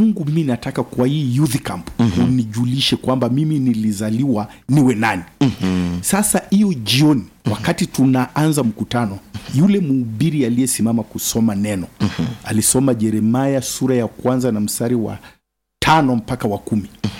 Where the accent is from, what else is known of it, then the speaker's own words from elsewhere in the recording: Tanzania; born there; also born or lived in Kenya; nimezaliwa Tanzania. Lakini mama tayari alishahamia Kenya na my siblings, ndugu zangu wengine.